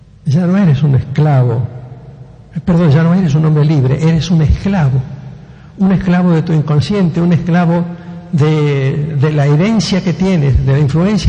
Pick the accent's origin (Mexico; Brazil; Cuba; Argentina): Argentina; Rosario, Santa Fe; los que me conocen como rosarino de toda la vida